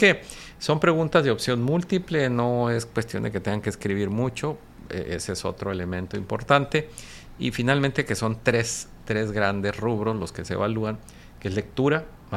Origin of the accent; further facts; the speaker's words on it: Mexico; Nuestro país es país emergente